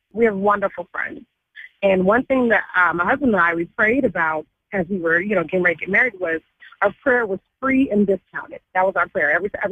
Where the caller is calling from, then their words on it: Baltimore, Maryland, United States